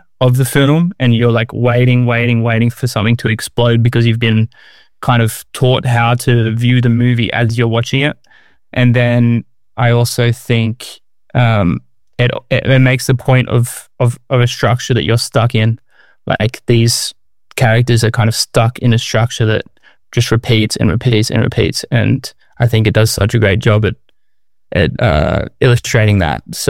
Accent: Australia; moved away as an adult; now in Paris, France

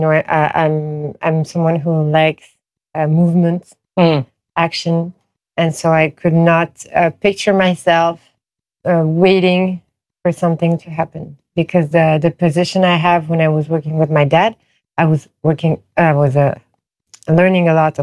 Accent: Paris, Île-de-France, France; Because for me, and I was born and raised in Paris, so I think for a lot of other Parisians too, you don't go to Opéra unless it's more for tourists.

